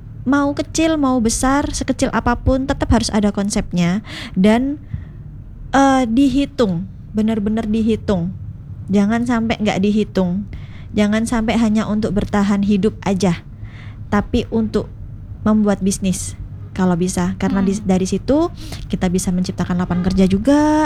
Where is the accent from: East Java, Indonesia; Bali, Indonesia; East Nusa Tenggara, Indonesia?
East Java, Indonesia; Sidoarjo; karena saya orang Sidoarjo ya